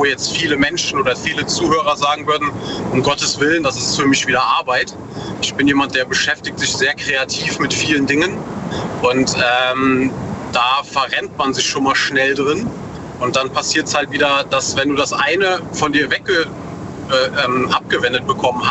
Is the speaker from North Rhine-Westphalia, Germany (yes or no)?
yes; North Rhine-Westphalia, Germany; Aus der Eifel, NRW.